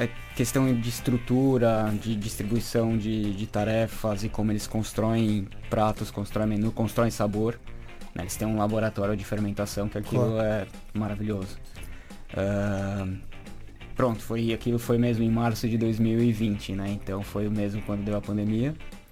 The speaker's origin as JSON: {"language": "Portuguese", "region": "São Paulo", "country": "Brazil", "tie": "born or raised there", "moved": "yes", "lives_now": "Portugal", "said": "Pronto, sou natural de São Paulo, né, Brasil. Estou cá em Portugal já faz 4 anos e meio."}